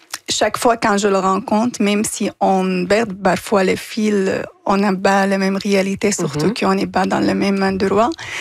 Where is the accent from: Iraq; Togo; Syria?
Syria; Damascus, Damascus Governorate; now in Quebec, Canada; Écoute, moi, je viens de Damas, une ville, elle est considérée la première ville peuplée dans l'histoire.